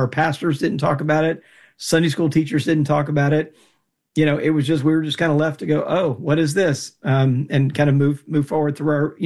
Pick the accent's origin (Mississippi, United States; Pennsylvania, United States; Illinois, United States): Mississippi, United States; Jackson; moved away as an adult; also born or lived in Atlanta, Georgia / Fort Worth, Texas; So I grew up mostly in Jackson, Mississippi. I grew up very active in Southern Baptist churches.